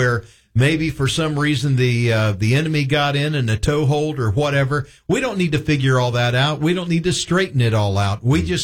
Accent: Hobe Sound, Florida, United States; I grew up in Hope Sound, and we had Wesleyan holiness, godly people, loved the Lord.

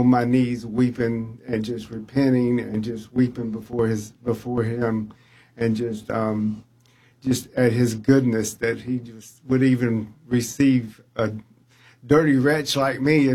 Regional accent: Augusta, Georgia, United States; born there; I was born in Augusta, Georgia.

